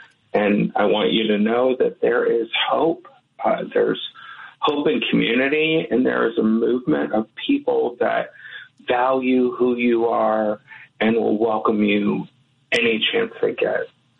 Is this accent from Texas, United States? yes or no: yes; Dallas, Texas, United States; now in Madison, United States; I come from Dallas